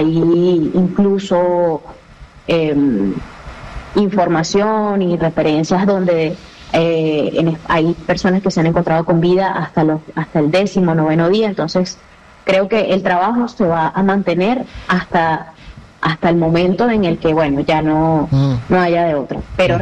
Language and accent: Spanish; Venezuela; si algo nos caracteriza a nosotros como venezolanos